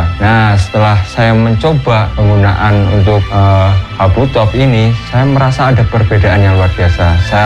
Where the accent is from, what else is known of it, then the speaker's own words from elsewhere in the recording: Wonosobo, Central Java, Indonesia; now in Karangkobar, Indonesia; Saya asli dari Wonosobo, tapi saya berdomisili di Karangkobar.